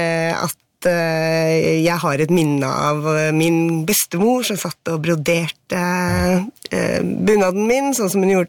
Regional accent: Buskerud, Norway; Jeg født og oppvokst I Hallingdal.

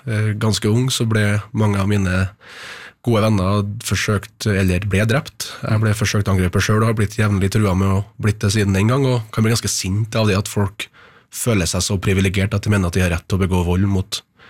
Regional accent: Trøndelag, Norway; moved away; Jeg var hjemme i Trøndelag hos søstra mi og hennes barn, og bestemor og bestefar.

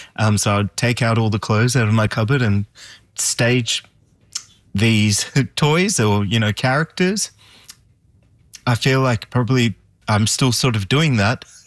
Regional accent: Australia; Definitely, yeah. We you know, apart from the Persian rugs everywhere, we had the artworks and just the decor, but just the way of being, right?

